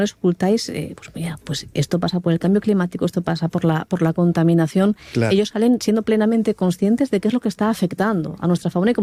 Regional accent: Gijón, Asturias, Spain; yo como soy de Gijón

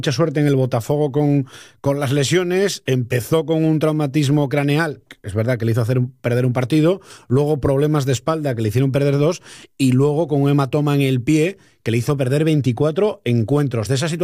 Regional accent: Ceuta, Spain; lo digo como ceutí desde el cariño y el respeto que tengo a mi tierra. Ceuta es mucho más que todo esto, es convivencia, es mezcla, es diversidad y es una ciudad en la que llevamos toda la vida compartiendo calles, colegios, vestuarios, trabajos y amistades

